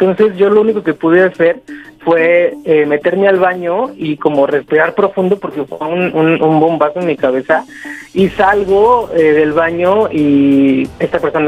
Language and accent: Spanish; Guadalajara, Jalisco, Mexico; Bueno, pues tengo 37 años y soy de Guadalajara.